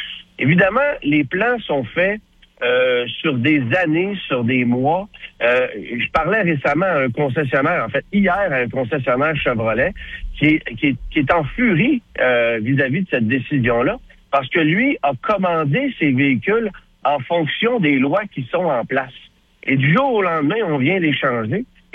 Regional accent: Canada; c'est une nouvelle mode chez nous au Canada, aux États-Unis

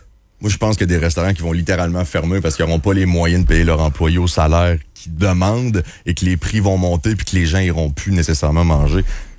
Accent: Quebec, Canada; en tant que Québécois

